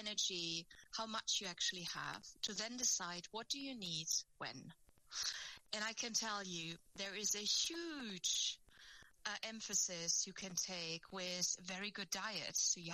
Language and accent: English; Germany; English is a second language; I am originally German, but I'm calling in from the N